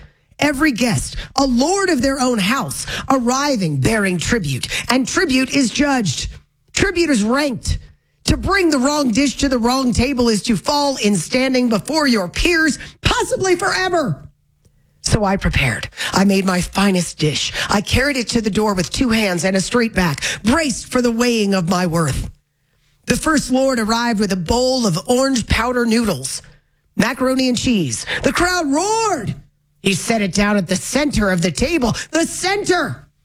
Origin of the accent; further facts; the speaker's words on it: the South, United States; But I'm from the South.